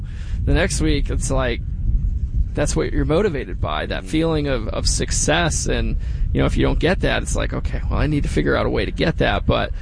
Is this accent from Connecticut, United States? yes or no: yes; Connecticut, United States; I grew up in Connecticut.